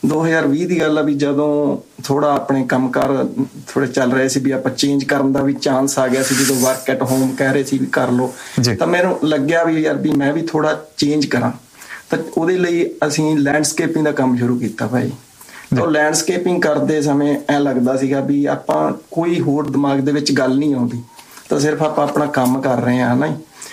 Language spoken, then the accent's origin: Punjabi; Sri Ganganagar, Rajasthan, India; moved away; ਮੈਂ ਗੰਗਾਨਗਰ ਤੋਂ, ਰਾਜਸਥਾਨ